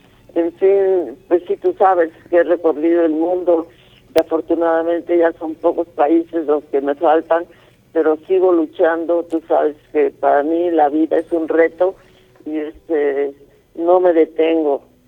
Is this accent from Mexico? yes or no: yes; Mexico